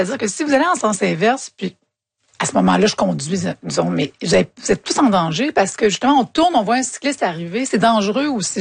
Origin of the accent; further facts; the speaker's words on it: Montreal, Quebec, Canada; parce qu'on est des Montréalais.